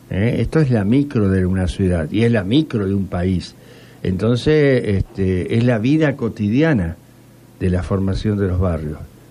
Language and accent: Spanish; Santa Fe, Argentina; somos santafesinos